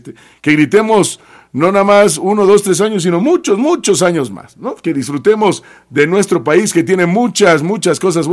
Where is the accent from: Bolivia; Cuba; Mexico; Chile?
Mexico; nos distingue como mexicanas y mexicanos